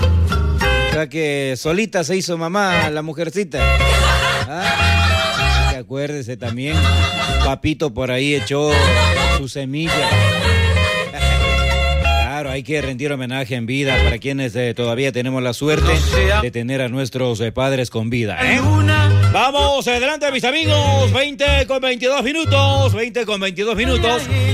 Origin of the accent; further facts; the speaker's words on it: Ecuador; moved away; para quienes somos del Ecuador.